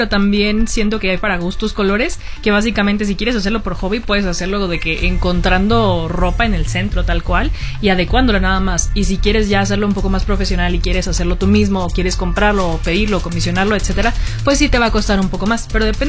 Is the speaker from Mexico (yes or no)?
yes; Mexico; yo soy mexicana, tengo 30 años para este momento, recién cumplidos